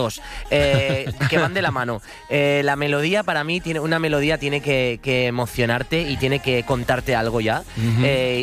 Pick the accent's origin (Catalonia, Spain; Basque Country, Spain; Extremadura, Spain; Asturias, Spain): Catalonia, Spain; Sant Feliu de Llobregat; Desde San Feliu de Llobregat, mi pueblo, sí.